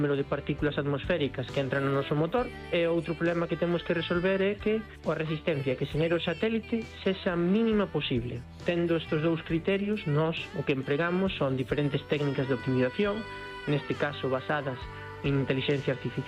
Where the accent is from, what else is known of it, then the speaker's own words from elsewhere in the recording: Catalonia, Spain; now in Nigrán, Spain; Todos os fundadores neste caso son cataláns. A cousa é que Galicia mostrou moitísimo apoio a desenvolvemento de Creos. De feito, nos viñemos aquí